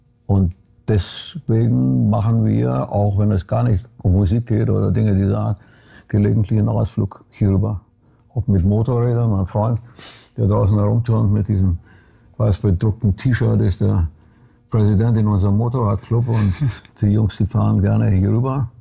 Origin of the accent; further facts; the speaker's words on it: Brașov, Brașov County, Romania; born or raised there; now in Bavaria, Germany